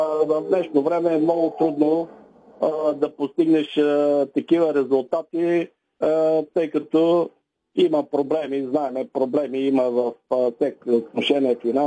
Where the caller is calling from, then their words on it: Montana, Montana Province, Bulgaria; съм от Монтана